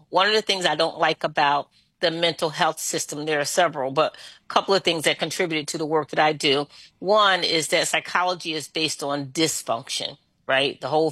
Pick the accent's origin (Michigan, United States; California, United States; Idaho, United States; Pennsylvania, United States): Pennsylvania, United States; Philadelphia; That's one of my most memorable experiences of growing up in Philadelphia.